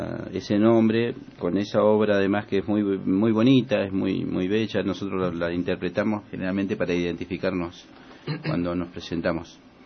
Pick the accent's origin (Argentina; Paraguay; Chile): Argentina; Trelew, Chubut; En el caso nuestro, somos de Trelew